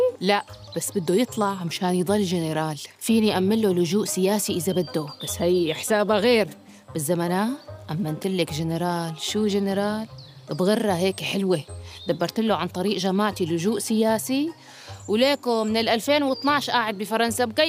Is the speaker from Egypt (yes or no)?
no; Syria; كلنا كسوريين